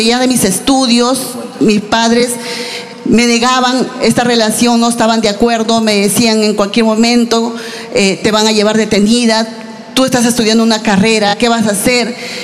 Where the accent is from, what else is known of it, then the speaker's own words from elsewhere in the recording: Lima, Peru; Vengo de la ciudad de Lima también